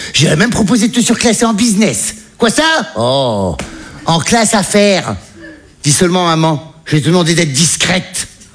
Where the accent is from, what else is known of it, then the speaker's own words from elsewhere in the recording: Hauts-de-France, France; Parce que moi, j'ai un petit village du Nord, là, là-haut, là, tu sais, à la frontière belge. Là où on fait des courses de tracteurs, là où on fait des concours à la bière